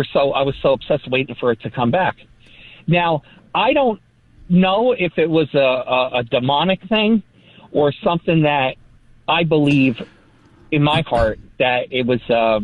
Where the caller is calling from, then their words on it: Carlstadt, New Jersey, United States; Right now I'm in Garfield, but I'm from Carlstadt.